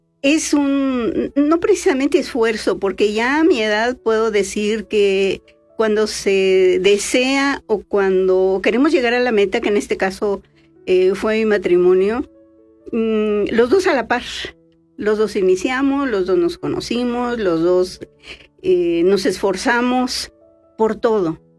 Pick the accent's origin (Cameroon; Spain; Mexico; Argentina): Mexico; La Reforma; born there; nací en la Reforma, en el municipio de la Reforma, el 1 de marzo de 1948.